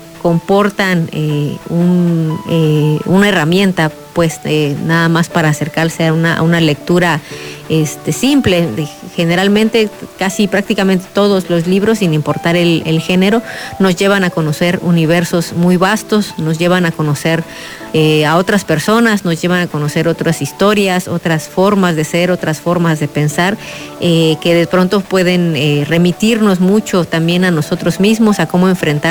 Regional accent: Chiapas, Mexico; ella como oaxaqueña, yo como chiapaneca

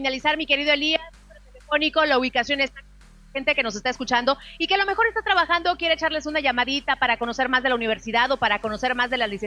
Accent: Mexico; como buen mexicano, que siempre dejamos todo al último

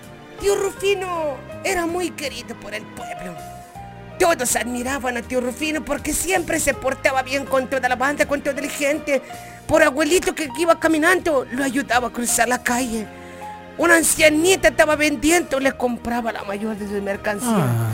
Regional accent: Chenalhó, Chiapas, Mexico; allá cerca de mi pueblo del Chenalo.

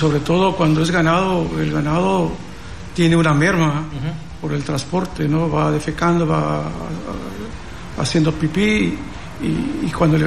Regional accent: Tonalá, Chiapas, Mexico; born there; also born or lived in Mexico City; En el célebre barrio de los Tigres. Ahí nacimos.

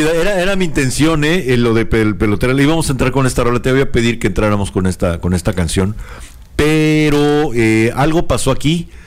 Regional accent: Tabasco, Mexico; somos tabasqueños y así hablamos aquí en Tabasco.

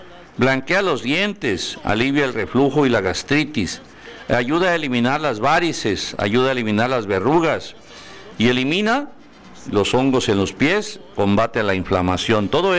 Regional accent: José María Pino Suárez, Chiapas, Mexico; mi querido pueblo José María Pino Juárez

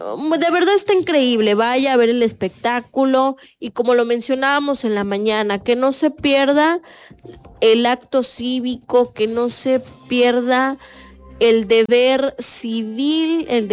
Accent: Tapachula, Chiapas, Mexico; A mí me encanta Tapachula. Yo amo mi tierra, amo disfrutar en las mañanas, ver el volcán.

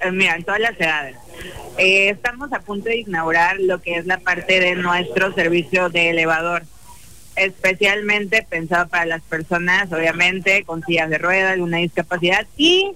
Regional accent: Cárdenas, Tabasco, Mexico; yo soy de Cárdenas

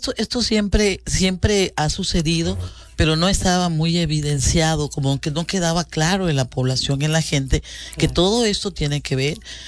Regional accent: Mapastepec, Chiapas, Mexico; Aquí tenemos una tranquilidad en Mapastepec, por eso a mí me gusta mucho mi pueblo. Aquí tenemos patios grandes, podemos sembrar plantas, podemos tener animales, podemos recibir a las personas de nuestra casa. O sea, todavía tenemos una ciudad, pero es un pueblo.

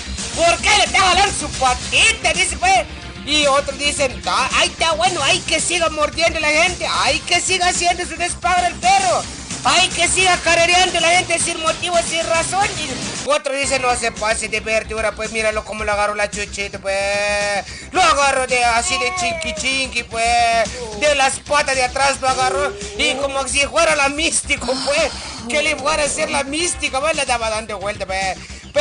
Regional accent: Mexico; Ya ve usted cómo somos los mexicanos, pues.

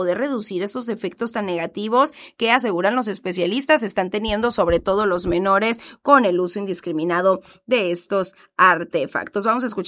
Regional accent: Mexico; me las voy a ver negras, ¿eh? Como buena mexicana, ¿no? Todo a lo último.

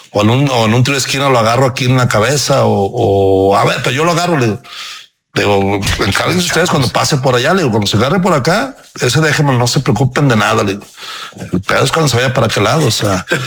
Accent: Mexico; Oiga, soy de México, no sé qué. Oiga, por favor, venimos a hacer la cobertura de los Olímpicos.

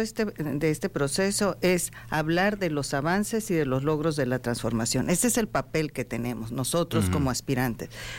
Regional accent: Sonora, Mexico; ahí viví toda mi infancia, bueno, hasta que me casé.

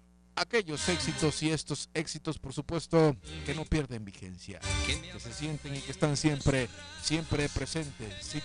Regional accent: Tonalá, Chiapas, Mexico; nuestro terruño, aquí en Tonalá, Chiapas.

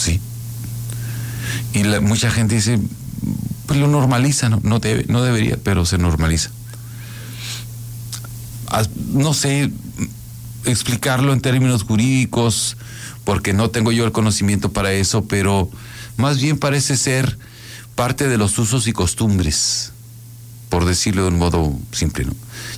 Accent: Guaymas, Sonora, Mexico; soy de Guaymas

